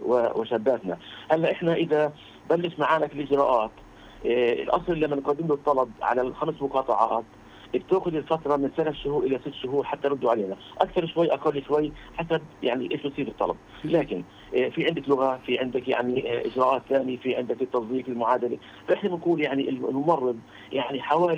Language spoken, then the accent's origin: Arabic; Palestine; moved away; also born or lived in United States; كنا في امريكا وعدنا هنا كمان الى فلسطين